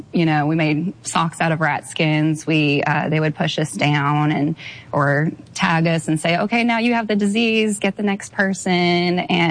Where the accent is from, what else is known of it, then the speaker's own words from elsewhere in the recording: Brea, California, United States; I grew up in Orange County. So Brea's, I think I was born in La Palma.